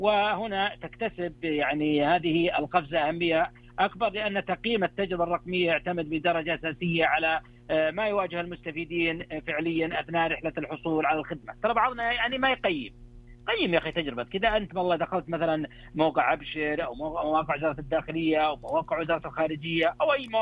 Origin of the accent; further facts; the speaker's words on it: Saudi Arabia; عندنا في السعودية